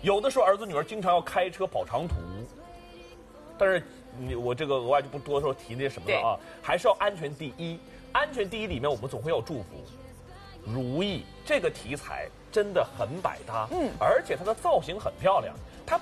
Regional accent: northern China, China

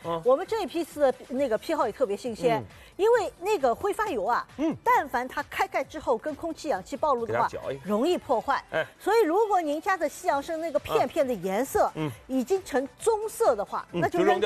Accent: China; 我们中国人

